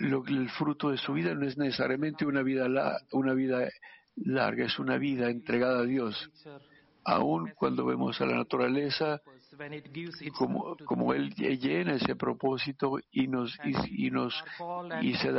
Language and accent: Spanish; India; Spanish is a second language; como yo, que vengo de la India